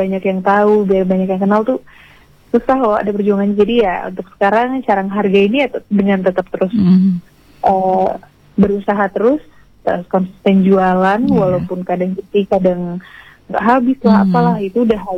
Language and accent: Indonesian; East Nusa Tenggara, Indonesia; Karena memang aku dari kecil di NTT